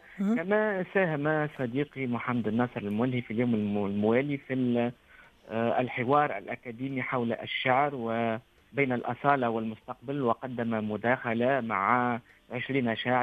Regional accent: Tunisia; في الحقيقة نحن من تونس

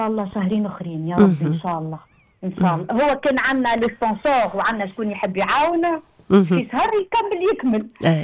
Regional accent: Tunisia; بلادنا تونس

